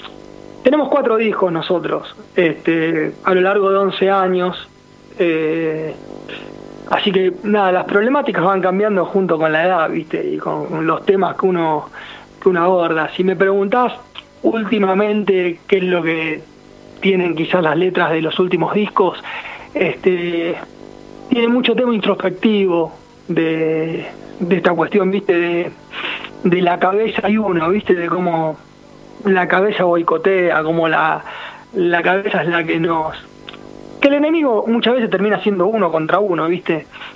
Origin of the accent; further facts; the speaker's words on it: Villa Madero, Buenos Aires Province, Argentina; Me crié en Villa Madero y sostengo Villa Madero.